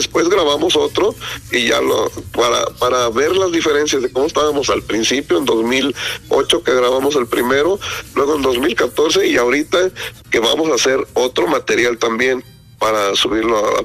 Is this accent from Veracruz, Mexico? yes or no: yes; Zacualpan, Veracruz, Mexico; no nos hemos podido recuperar de la bailada de 4 días que nos aventamos por allá en mi pueblo, pero sí, el próximo carnaval quedan invitadísimos también a Zacualpan, Ve